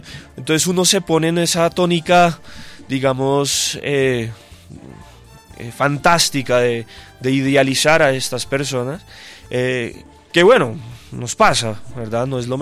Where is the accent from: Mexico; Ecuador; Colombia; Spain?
Colombia; yo apenadísimo, como colombiano